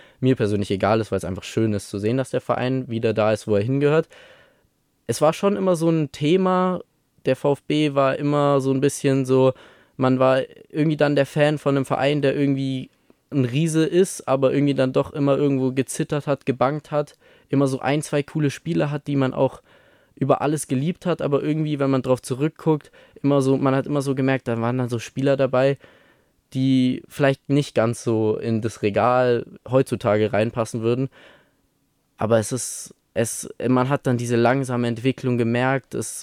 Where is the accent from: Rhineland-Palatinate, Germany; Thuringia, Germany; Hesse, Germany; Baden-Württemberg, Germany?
Baden-Württemberg, Germany; Stuttgart; born there; Also ich bin tatsächlich, auch wenn wir irgendwo im Nirgendwo im Ausland waren, bin ich in Stuttgart geboren worden.